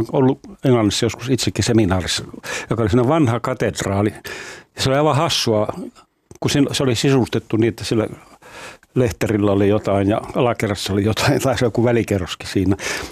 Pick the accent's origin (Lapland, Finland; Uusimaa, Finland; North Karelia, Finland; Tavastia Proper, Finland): Lapland, Finland; Että kun ennen tehtiin esimerkiksi Kemijokivarteen, mistä mä kotoisin, niin tehtiin kappeleita joka puolella.